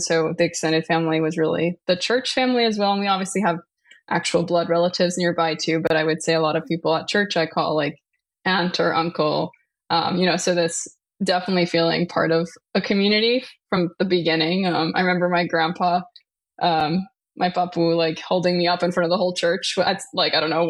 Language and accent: English; New Jersey, United States; I'm from Northern New Jersey. So born there, I would say in a pretty strong Greek American community. My grandfather and grandmother were the local priest and presbytera of the Greek parish. So I grew up very much part of the local church